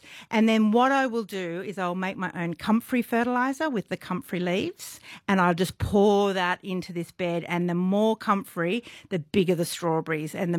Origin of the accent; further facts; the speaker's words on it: Scotland, United Kingdom; moved away; also born or lived in England; I'm Scottish.